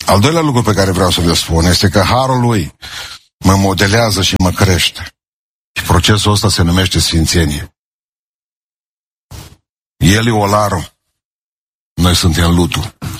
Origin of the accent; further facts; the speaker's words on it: Romania; Suntem vinovați și că suntem români